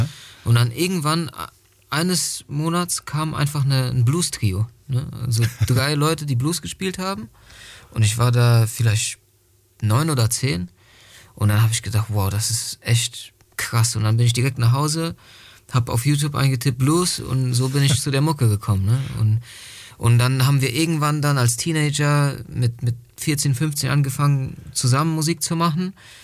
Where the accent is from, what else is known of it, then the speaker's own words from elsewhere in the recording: Wałbrzych, Lower Silesian Voivodeship, Poland; moved away; Also die Schule war in Polen. Ich bin in Polen aufgewachsen, in Wałbrzych.